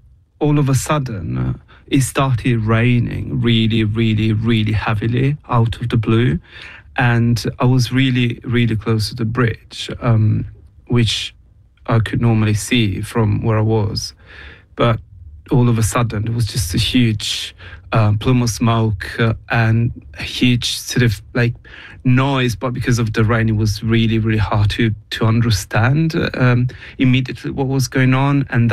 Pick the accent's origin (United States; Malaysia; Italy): Italy; Genoa, Liguria; I was there because, as you said, I'm originally from Genoa, and I was visiting my family